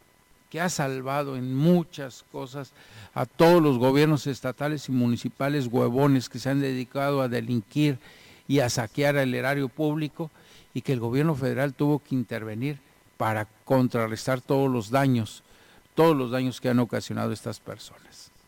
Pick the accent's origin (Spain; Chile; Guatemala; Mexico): Mexico; tengamos mejores oportunidades como mexicanos y que nos vaya mejor en este país que tanto amamos y tanto queremos.